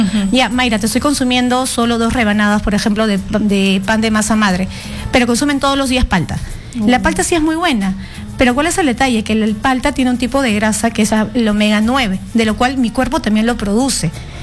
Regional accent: Peru; si consumo un alimento clásico, tradicional, como buen peruano, que es el arroz o el fideos

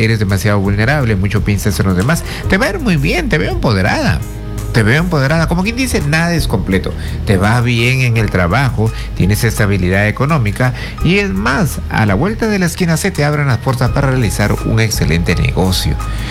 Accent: Paita, Piura, Peru; Saludos, Paita, mi tierra, el norte de Perú

